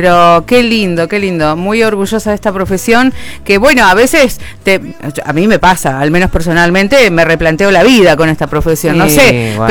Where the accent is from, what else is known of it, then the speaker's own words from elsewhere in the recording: Argentina; yo no soy fana del fútbol, pero soy bostera, soy argentina.